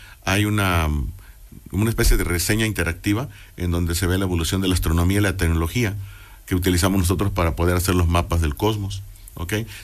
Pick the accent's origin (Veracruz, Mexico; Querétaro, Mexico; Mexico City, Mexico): Veracruz, Mexico; Tres Valles; Yo empecé a ver a partir de la 2, porque la 1 yo todavía estaba en mi pueblo, en Tres Valles, Veracruz